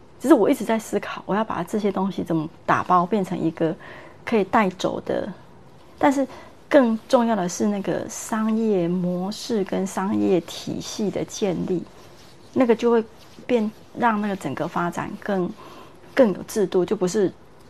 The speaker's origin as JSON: {"language": "Chinese", "country": "China", "said": "在人生的追求上，我们中国人真的是非常非常的努力，而且非常非常的勤奋"}